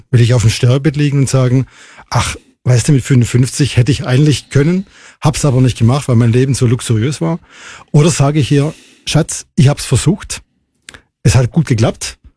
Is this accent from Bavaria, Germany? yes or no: no; Schwäbisch Hall, Baden-Württemberg, Germany; Ja, erstmal komme ich aus Schwäbisch Hall.